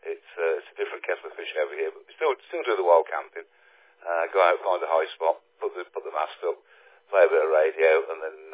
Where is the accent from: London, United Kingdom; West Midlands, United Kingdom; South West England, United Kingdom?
West Midlands, United Kingdom; miles south of Birmingham, in a place called Worcestershire. So for your guys' comfort, I just say … from the Shire.